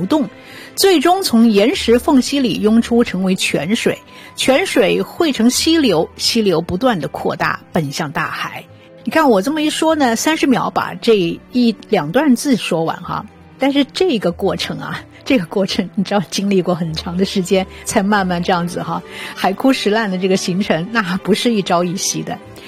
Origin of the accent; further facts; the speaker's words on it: China; 我们中国人